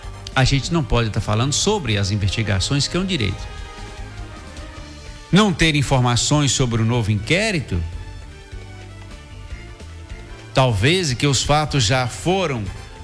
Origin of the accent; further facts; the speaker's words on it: Brazil; Nós somos comuns, somos brasileiros